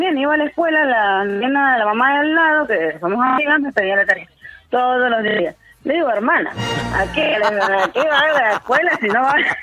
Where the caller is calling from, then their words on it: El Algarrobal, Mendoza, Argentina; Yo soy del Algarrobal. Dijiste que nadie conoce el Algarrobal, soy del Algarrobal.